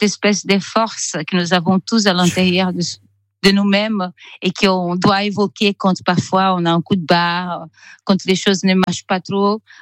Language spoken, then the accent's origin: French; Brazil; accent: Brazilian; French is a second language; moved away as an adult; now in France; J'ai quand même passé 26 ans de ma vie dans ce pays